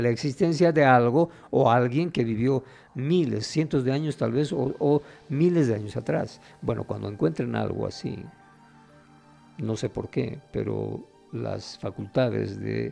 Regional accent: Bolivia

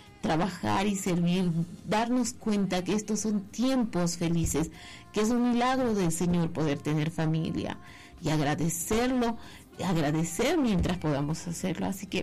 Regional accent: Bolivia; muchos de los míos han atravesado, míos, digo bolivianos

